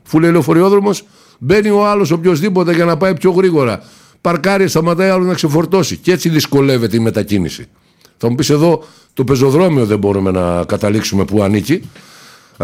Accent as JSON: {"language": "Greek", "country": "Greece", "said": "Οπότε θεωρώ ότι εμείς οι νεοέλληνες, το πρώτο πράγμα που πρέπει να αλλάξουμε"}